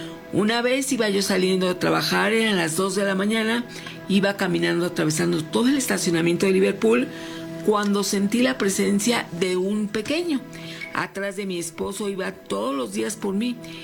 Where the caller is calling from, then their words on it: León, Guanajuato, Mexico; yo soy de León, Guanajuato